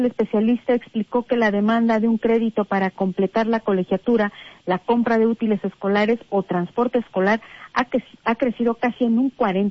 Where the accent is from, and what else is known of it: Mexico